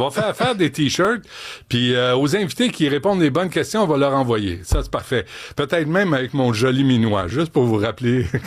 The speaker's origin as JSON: {"language": "French", "region": "Quebec", "country": "Canada", "said": "On est revenu aux French Canadians. Oubliez les Québécois. Ah, oui. On est des French Canadians."}